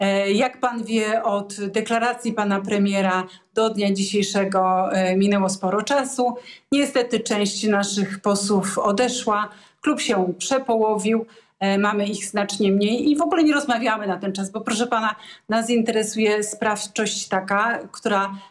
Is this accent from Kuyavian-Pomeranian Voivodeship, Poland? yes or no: no; Poznań, Greater Poland Voivodeship, Poland; ja akurat jestem z Poznania